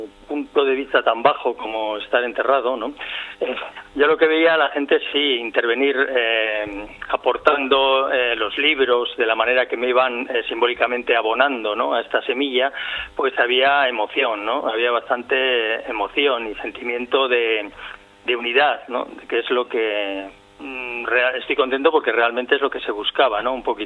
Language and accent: Spanish; Reinosa, Cantabria, Spain; Yo soy de Reynosa.